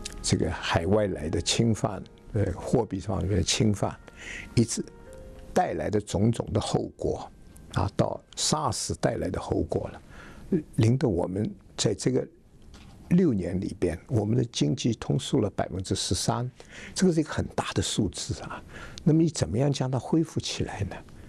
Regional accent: Hong Kong; 我们香港的

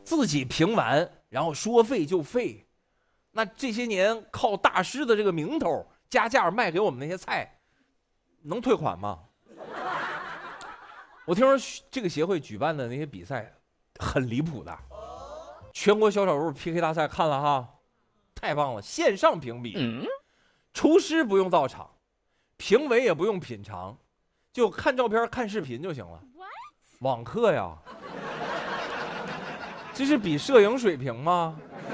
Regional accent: Hebei, China; 我们河北人

